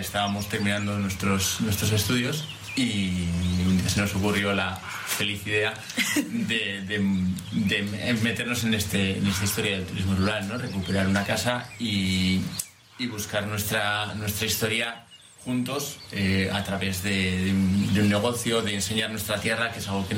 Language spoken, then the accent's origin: Spanish; Santoña, Cantabria, Spain